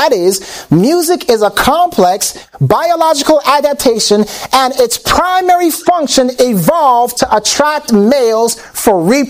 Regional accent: Jamaica; I'm Jamaican

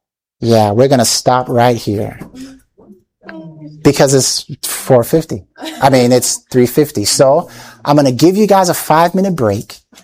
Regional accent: Jamaica; I'm Jamaican

